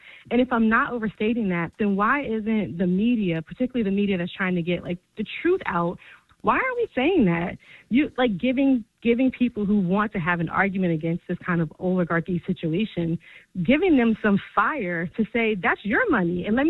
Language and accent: English; New Jersey, United States; I'm from New Jersey, always from New Jersey. So even down here in these DMV streets, still repping New Jersey